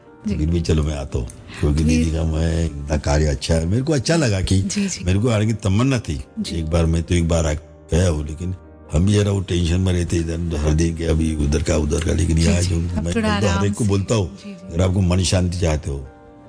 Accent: Maharashtra, India; हमारे महाराष्ट्र में है

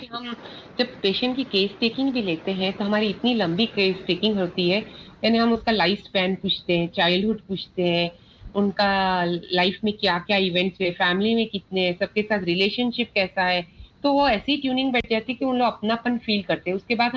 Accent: Raipur, Chhattisgarh, India; मैं छत्तीसगढ़ रायपुर से हूँ

